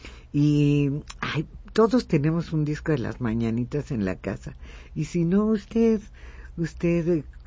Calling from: Texcoco, State of Mexico, Mexico; Buenos días … de Texcoco, Estado de México. Y hoy es mi cumpleaños. Cumplo 57 años.

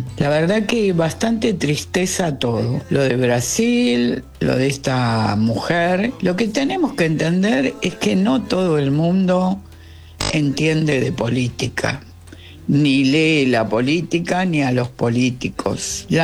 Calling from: Buenos Aires, Argentina; de Villa Crespo.

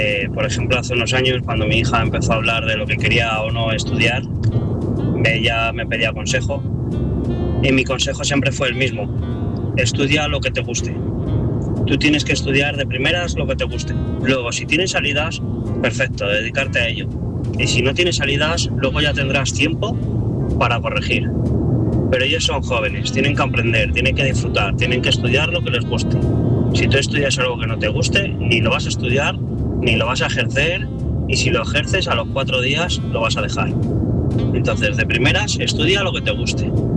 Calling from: Madrid, Community of Madrid, Spain; corresponsal de Madrid

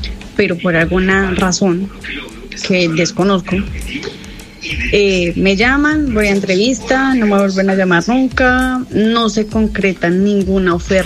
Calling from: Spain; vivo en España.

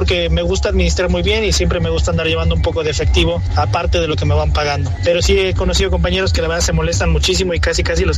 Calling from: Puebla, Mexico; Yo vengo de visita el día de hoy, vengo de Puebla.

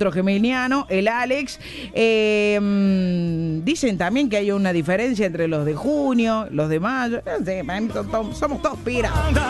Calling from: Río Segundo, Córdoba, Argentina; Hola, gitana, ¿cómo estás? … de Río Segundo. Estoy a full acá en la carpintería.

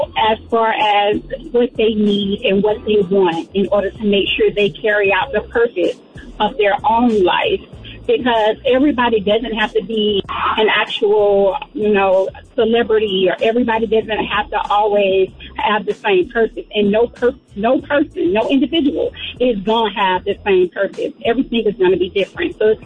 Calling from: Atlanta, Georgia, United States; I'm calling from Atlanta, Georgia.

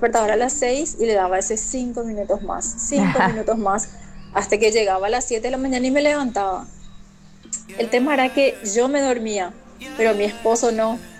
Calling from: Luque, Central, Paraguay; soy de Luque.

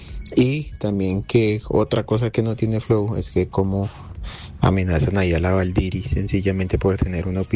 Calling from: Cali, Valle del Cauca, Colombia; Yo vengo de vivir de Cali

